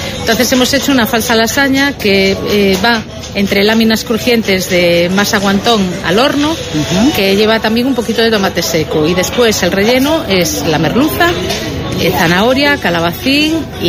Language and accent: Spanish; Ourense, Galicia, Spain; Yo soy de Orense, de la capital. Luego tenemos familia en Sinzo, por esa zona.